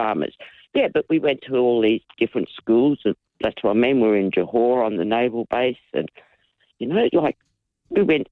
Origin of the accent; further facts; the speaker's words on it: Scotland, United Kingdom; also born or lived in Portsmouth; And I was born in Portsmouth, my brother was born in Gosport, and then we had to go up to Scotland and we lived on the naval base